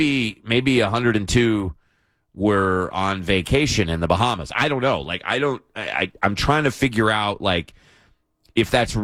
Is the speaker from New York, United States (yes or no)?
no; Kentucky, United States; now in San Diego, United States; Kentucky, of course, being my home state.